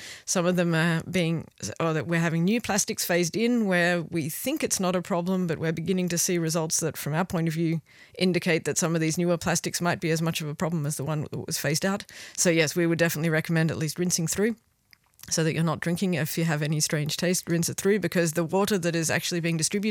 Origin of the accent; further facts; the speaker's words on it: Perth, Western Australia, Australia; When you're growing up in Perth, which is what I did